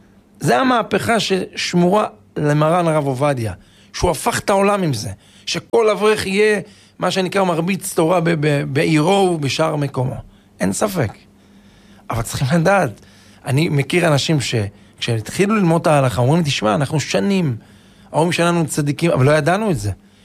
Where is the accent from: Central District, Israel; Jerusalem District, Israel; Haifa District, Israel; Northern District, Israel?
Central District, Israel; Netanya; אני זוכר אפילו בתור ילד בנתניה, אני זוכר לפני 40 שנה אנשים היו פותחים ספרים